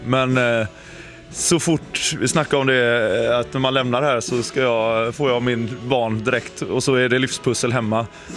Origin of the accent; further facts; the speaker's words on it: Gothenburg, Västra Götaland County, Sweden; nu är jag hemma i Göteborg